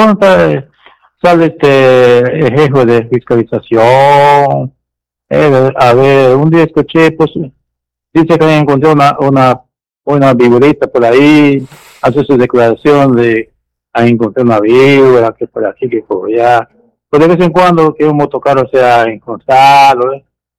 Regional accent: Peru; por supuesto, todos somos peruanos, todos queremos el progreso

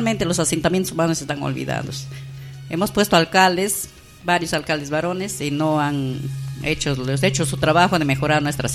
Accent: Tocache, San Martín, Peru; also born or lived in Huánuco; soy nacida y crecida en Tocache y he hecho mi primaria y mi secundaria en la ciudad de Tocache y mi estudio superior lo he hecho en Huánuco

